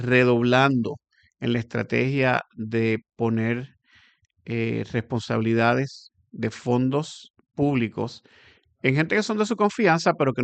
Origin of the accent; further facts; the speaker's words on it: Puerto Rico; Y yo honestamente como puertorriqueño me alegro que la Junta esté redoblando en sus esfuerzos